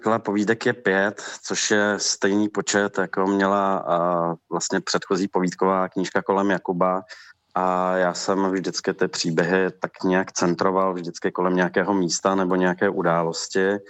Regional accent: Hlušice, Hradec Králové Region, Czechia; also born or lived in Ústí nad Labem / Prague / Vysočina; Tak Hlušice jsou především mojí rodnou vesnicí

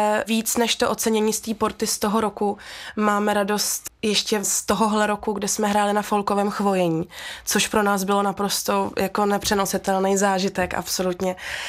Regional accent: Prague, Czechia; born there; narodila jsem se v Praze, jsem se narodila, v minulém století ještě, v roce 98.

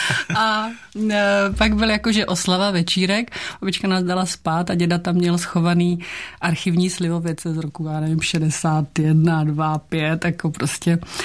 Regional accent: Prague, Czechia; Já jsem Pražačka, moje maminka teda z Moravy, z Kroměříže, ale táta už nežije, ale byl Pražák, takže jsem křtěná Vltavou, narodila jsem se tady.

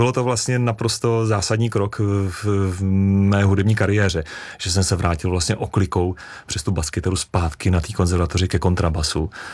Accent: Rakovník, Central Bohemian Region, Czechia; Jak se to ten kluk, jak tomu ten kluk z rakovníka přišel vlastně, že jo?

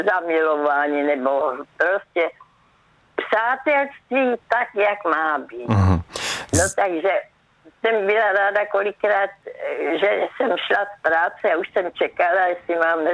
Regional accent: Brno, South Moravian Region, Czechia; Mu ve válce zabili při náletě tatínka a mě v Brně, já jsem pocházím z Brna, zase při náletě zemřela moje maminka a moji sourozenci

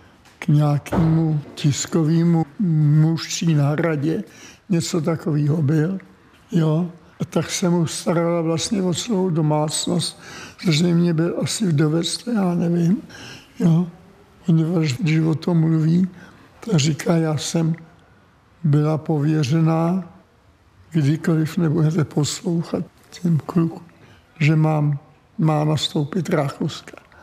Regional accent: Rožmitál pod Třemšínem, Central Bohemian Region, Czechia; also born or lived in Prague; Já jsem se narodil v Praze a táta těžce onemocněl, doktor řekl, musíte na domácí stravu. Tak jsme se přestěhovali k jeho rodičům tady na Drožmitál, na pokraj Brd, a tam jsem prožil svoje nejlepší mládí.

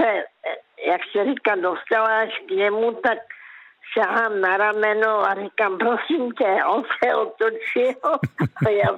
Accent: Karolinka, Zlín Region, Czechia; já pocházím z Karolinky a jela jsem do Velkých Karlovic

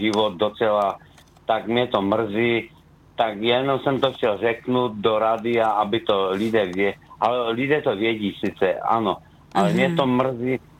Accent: Skotnice, Moravian-Silesian Region, Czechia; Že jsem ze Skotnice

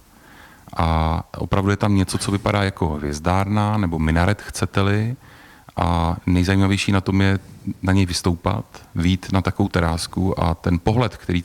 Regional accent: Chrudim, Pardubice Region, Czechia; Já jsem z Chrudimi, ale no, tak, jestli to chcete říct

